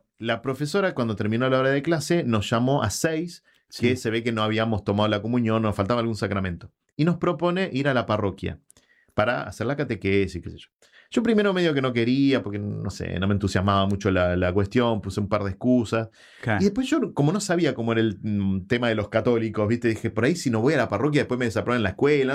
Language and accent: Spanish; Ciudadela, Buenos Aires Province, Argentina; viví siempre en Ciudadela. Ajá. Soy de la zona oeste. Los primeros años de mi vida viví en lo que se conoce como el bar del Fuerte Apache, el sí. Barrio Ejército de los Andes. Hasta mis 11 años viví ahí.